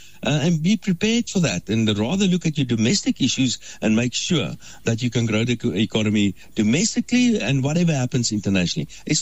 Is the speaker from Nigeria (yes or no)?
no; South Africa